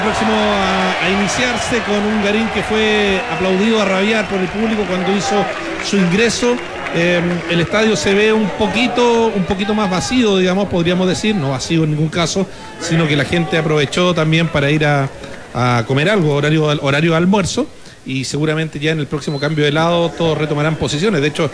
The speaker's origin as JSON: {"language": "Spanish", "country": "Chile", "said": "como decimos en Chile, ¿no?"}